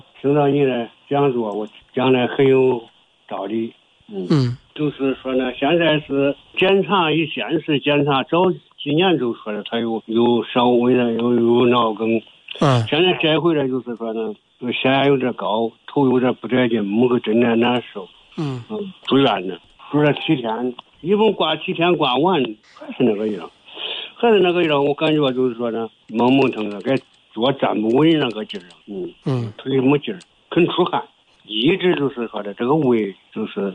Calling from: Henan, China; 我是河南的朋友

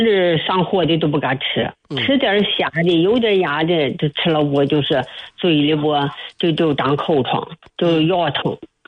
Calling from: Shijiazhuang, Hebei, China; 我是河北的，石家庄的。

